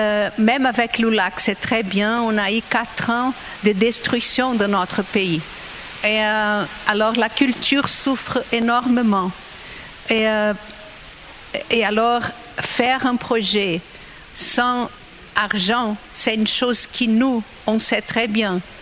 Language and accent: French; São Paulo, Brazil; French is a second language; moved away as an adult; je suis née en 56 à São Paulo, alors j'ai grandi.